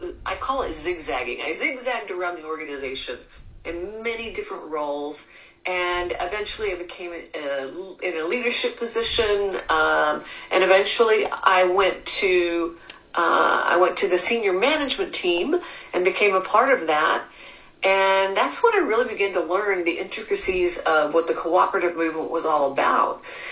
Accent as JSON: {"language": "English", "town": "El Paso", "region": "Texas", "country": "United States", "tie": "born or raised there", "also_born_or_lived": "Lubbock, Texas", "said": "I grew up in Lubbock, Texas, and then moved to El Paso, Texas at around 7, and then spent my time here all the way until now."}